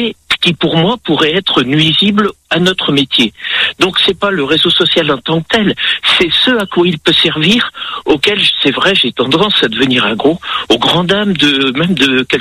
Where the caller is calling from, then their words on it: Vienne, Nouvelle-Aquitaine, France; Du département de la Vienne, le département du Futuroscope.